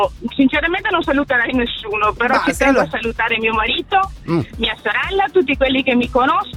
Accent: Padua, Veneto, Italy; now in Rosolina Mare, Italy; io sono originaria di Padova, provincia di Padova.

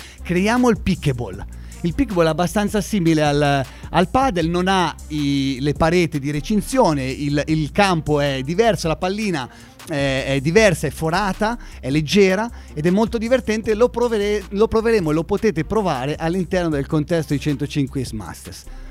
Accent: Senigallia, Marche, Italy; sempre Mindset, siamo da Senigallia

